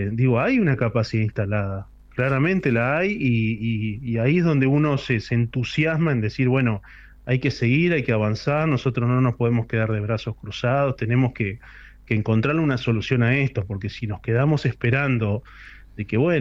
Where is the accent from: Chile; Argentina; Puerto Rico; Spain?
Argentina; Tierra del Fuego; en el caso nuestro, ¿no?, hablo de Tierra del Fuego